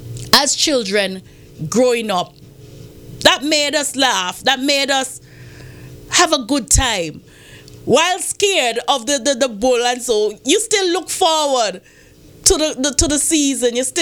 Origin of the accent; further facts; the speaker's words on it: Montserrat; That was the fun growing up in Montserrat for Christmas.